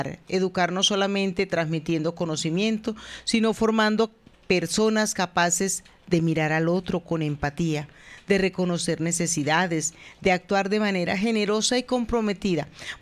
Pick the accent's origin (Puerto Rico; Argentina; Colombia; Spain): Colombia; Amagá, Antioquia; el valor que nos caracteriza como amagaseños, como colombianos, como paisas